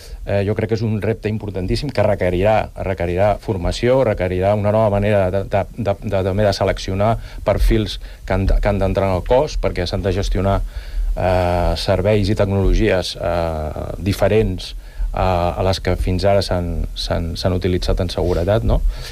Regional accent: Sant Cugat del Vallès, Catalonia, Spain; jo per exemple soc de Volpelleres, visc a Volpelleres

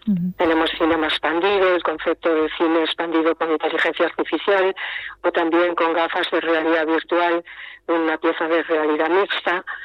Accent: Galicia, Spain; Catalan is a second language; now in Barcelona, Spain; parlo una mica difícil, una mica català, però parlo, i sí, sí, bueno, soc en gallega, però bueno, considero de Barcelona perquè porto molts anys aquí.

